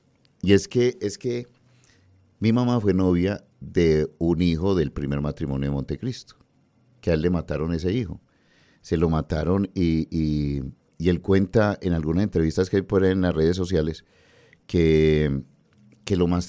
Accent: Medellín, Antioquia, Colombia; born there; yo soy antioqueño, soy de Medellín, Colombia, a mucho orgullo.

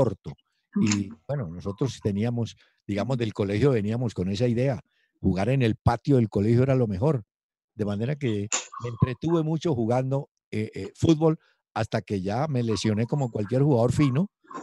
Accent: Cali, Valle del Cauca, Colombia; born there; mis padres sí eran de Montenegro. Yo nací en Cali porque nos fuimos, ellos se fueron a vivir muy, muy pronto a Cali.

